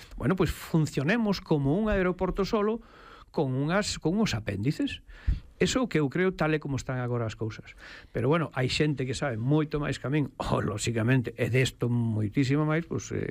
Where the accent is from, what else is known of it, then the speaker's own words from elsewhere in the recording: Lugo, Galicia, Spain; pero bueno, quizá como son de Lugo, eu estou apartado de todo, estou apartado do AVE, estamos apartados dos aeroportos